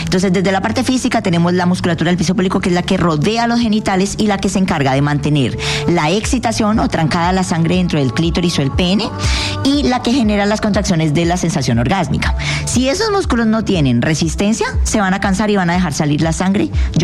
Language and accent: Spanish; Colombia; Soy colombiana